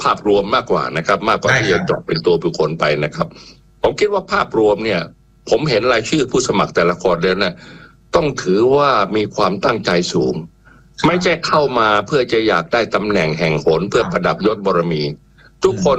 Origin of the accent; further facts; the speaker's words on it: Bangkok, Thailand; ผมภูมิใจฮะในฐานะคนกรุงเทพ